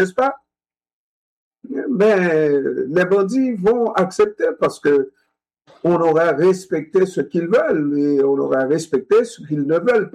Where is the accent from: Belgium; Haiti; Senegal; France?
Haiti; Gonaïves, Artibonite; ils vont faire leurs droits dans ma ville natale à Gonaïves.